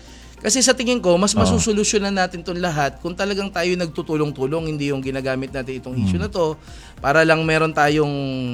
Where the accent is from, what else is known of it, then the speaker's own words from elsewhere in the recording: Pasay, Metro Manila, Philippines; may nailigtas yan na minor de edad dun sa Barangay 76 sa amin sa Pasay.